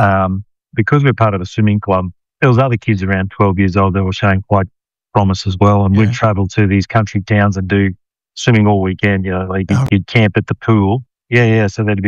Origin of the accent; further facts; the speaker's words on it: Rockhampton, Queensland, Australia; So, yeah, I grew up in Rockhampton, Des, and I've got two brothers